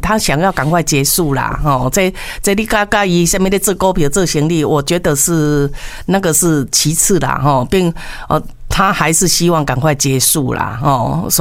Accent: Taiwan; 我们中国，我们是台湾的，嘿。

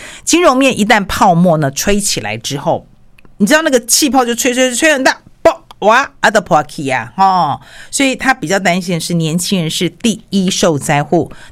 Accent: Taiwan; 我们台湾人

